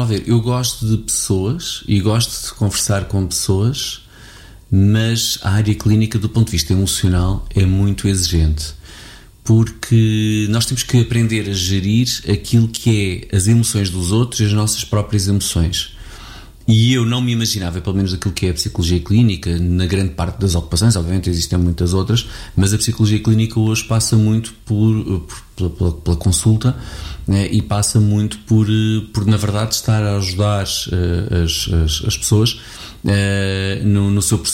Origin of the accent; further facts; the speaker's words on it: Abrantes, Santarém, Portugal; moved away as an adult; nasci em 1975, no Rossio ao Sul do Tejo, Abrantes, e portanto é um bocadinho esta a minha história aqui, e vivi a minha vida em Abrantes até aos 18 anos, mas já não vivo cá, mas continuo muito ligado a Abrantes.